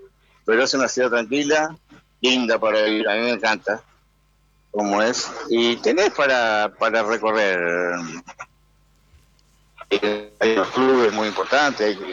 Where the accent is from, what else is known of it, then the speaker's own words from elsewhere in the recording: San Andrés de Giles, Buenos Aires Province, Argentina; Mis padres son correntinos, pero nosotros nacimos todos acá en Giles. Tengo 7 hermanos.